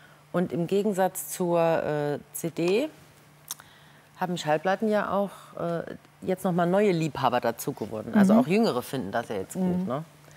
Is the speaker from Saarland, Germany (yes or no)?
yes; Saarland, Germany; Da haben wir eine Mistgabel, wie man bei uns im Saarland sagt, oder Mistgabel.